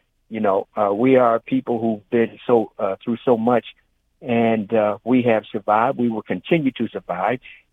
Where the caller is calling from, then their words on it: Washington, District of Columbia, United States; I'm calling from Washington, D.C.